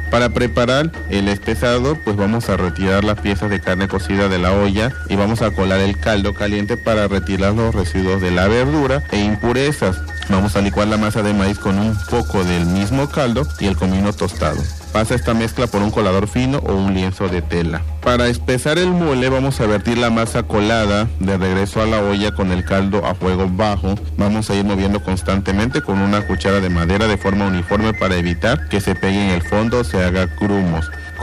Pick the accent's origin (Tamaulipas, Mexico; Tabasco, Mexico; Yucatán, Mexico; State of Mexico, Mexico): Tabasco, Mexico